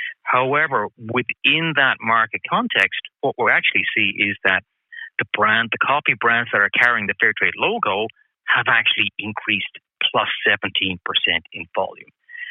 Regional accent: Canada; I think as Canadian shoppers

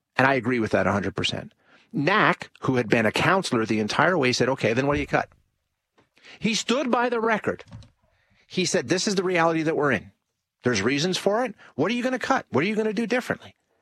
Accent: Edmonton, Alberta, Canada; also born or lived in Saskatchewan / Calgary; I lived in Saskatchewan for a few years. I lived in Calgary for a few years when I was, you know, in the early days of my career. But I grew up in Edmonton Gold Bar. I live in Edmonton Gold Bar now. Like, 90% of my life, more than 90% of my life has been spent in this neighborhood.

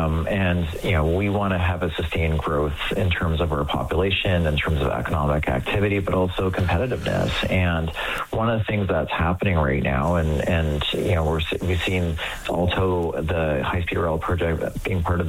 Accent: Edmonton, Alberta, Canada; Like, I'm from Edmonton.

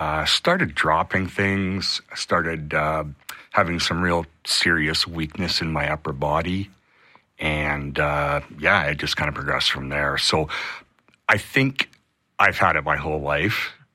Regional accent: Spruce Grove, Alberta, Canada; also born or lived in Calgary; Well, I was born in Calgary and then was brought up to Spruce Grove.

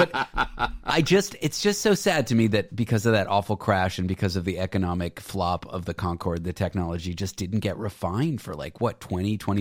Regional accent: Toronto, Ontario, Canada; I grew up in Toronto going to the Sky Dome.

